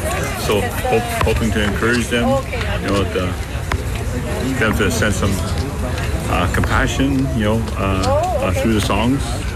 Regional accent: Niverville, Manitoba, Canada; We're from Niverville. We live in Niverville.

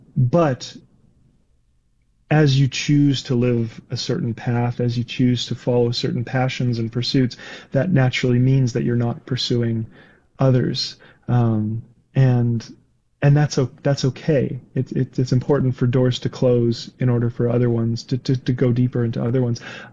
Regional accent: Winnipeg, Manitoba, Canada; moved away; I had spent the pandemic years back home in Winnipeg, living in the West End

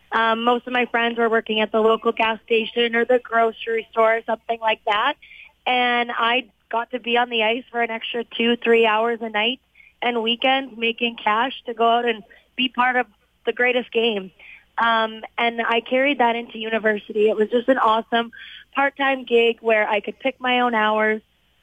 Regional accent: Cudworth, Saskatchewan, Canada; I grew up in Cudworth, Saskatchewan, and in my family there was 3 kids. I was the middle child with an older brother and a younger brother

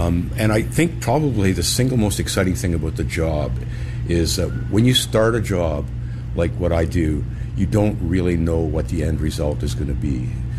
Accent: Plum Coulee, Manitoba, Canada; moved away; I have a great memories of being in Plum Cooley growing up here. My dad had the Massey Ferguson dealership

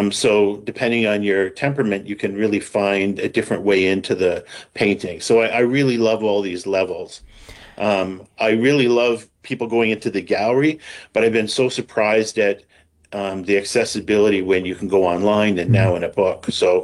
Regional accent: Alberta, Canada; We're both from Alberta.

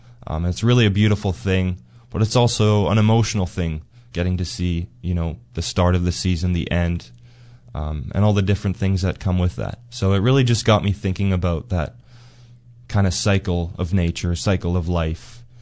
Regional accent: Altona, Manitoba, Canada; it's my hometown and the hometown of Simon, our keyboardist, and my dad, our bass player as well.

